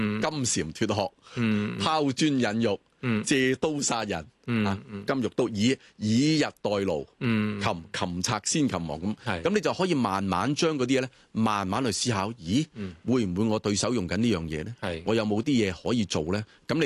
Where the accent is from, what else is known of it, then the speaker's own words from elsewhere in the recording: China; 咁三五五七，我哋中國人裏邊咧就叫做單數，即係叫陽數。